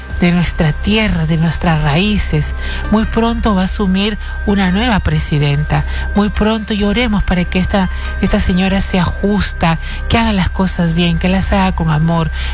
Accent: Peru; Nosotros los peruanos somos más de 32 millones de habitantes.

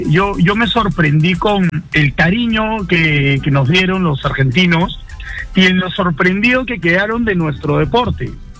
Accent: Peru

